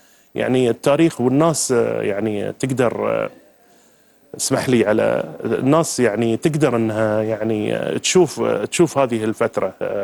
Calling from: Qatar; يعني هو اب للقطريين، اب لنا.

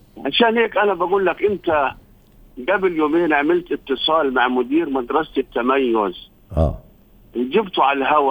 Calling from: Gaza, Gaza Strip, Palestine

